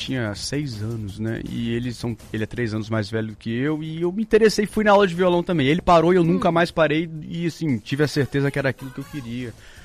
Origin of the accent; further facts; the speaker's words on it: Mimoso do Sul, Espírito Santo, Brazil; also born or lived in Cachoeiro; Eu sou do Espírito Santo, com muito orgulho, capixaba.